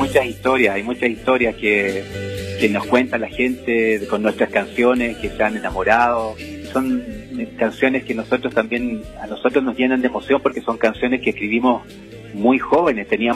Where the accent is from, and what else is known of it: Chile; moved away